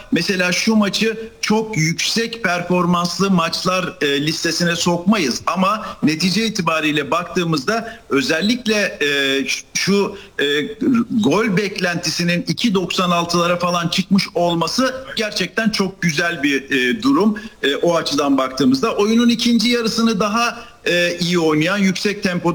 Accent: Tirebolu, Giresun, Turkey; born there; ben Tirebolu Yeniköy Mahallesi'ndeyim. Burası benim doğduğum yer, yani Yeniköy Mahallesi.

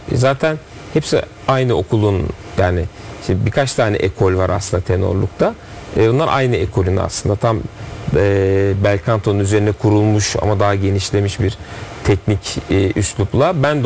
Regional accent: Ankara, Turkey; Biz baba tarafından Ispartalıyız, anne tarafından Aydınlı. Ama doğum bölümüm Ankaralıyım ben.

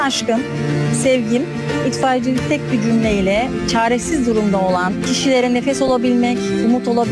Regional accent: Adapazarı, Sakarya, Turkey; born there; 1976 Adapazarı Sakarya doğumluyum.

